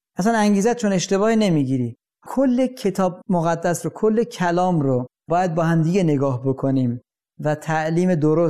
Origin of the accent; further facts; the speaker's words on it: Iran; من در ایران یا ماها همه در ایران متولد شدیم، بزرگ شدیم و دیدیم در کلیسا افرادی بودن که به خاطر ایمانشون طرد شدن.